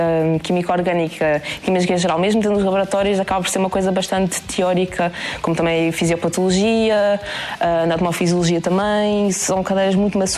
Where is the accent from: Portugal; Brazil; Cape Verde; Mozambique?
Portugal; Algarve; E eu: ainda te sou do Algarve, professora.